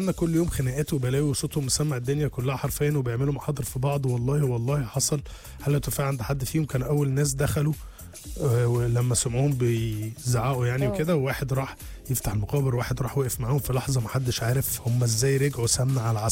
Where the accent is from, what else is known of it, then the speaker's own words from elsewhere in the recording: Egypt; عندنا في مصر